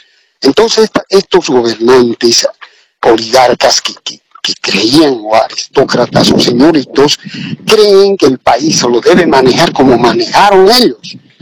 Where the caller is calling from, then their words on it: Sucre, Chuquisaca, Bolivia; le llamo de Sucre.